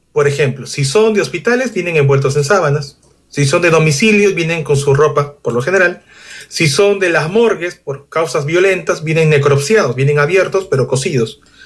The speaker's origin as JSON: {"language": "Spanish", "country": "Peru", "said": "soy tanatopraxólogo y soy de Perú."}